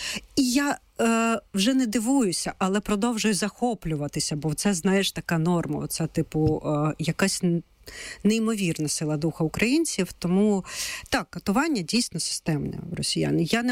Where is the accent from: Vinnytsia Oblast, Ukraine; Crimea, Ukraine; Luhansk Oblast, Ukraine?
Luhansk Oblast, Ukraine; Luhansk; Так, дійсно, я сама з Луганська.